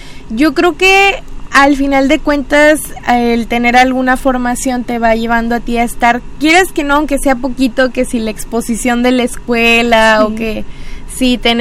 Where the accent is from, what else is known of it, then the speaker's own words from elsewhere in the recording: Melchor Múzquiz, Coahuila, Mexico; somos de aquí de Melchor Musquiz